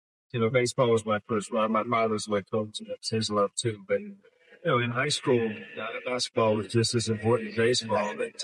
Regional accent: Columbus, Ohio, United States; I was born and raised in Columbus, and then was drafted by the Cincinnati Reds. So first part of my career in Cincinnati, but born and raised in Columbus.

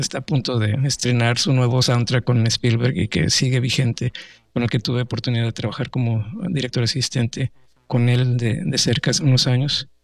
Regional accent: Monterrey, Nuevo León, Mexico; Y pues bueno, estamos en Monterrey, crecimos en Monterrey. Monterrey no era tierra fértil y tenemos una gran ciudad hoy en día. Estamos en medio del desierto prácticamente.

